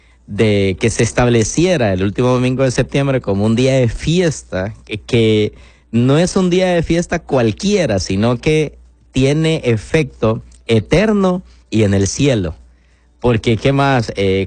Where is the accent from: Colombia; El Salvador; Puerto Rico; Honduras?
Honduras; Y ese es nuestro deber como hondureños